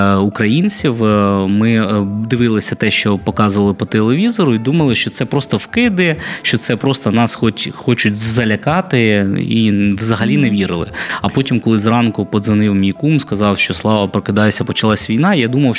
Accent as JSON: {"language": "Ukrainian", "town": "Kherson", "region": "Kherson Oblast", "country": "Ukraine", "moved": "as an adult", "lives_now": "Odesa, Ukraine", "said": "ми з самого міста Херсон."}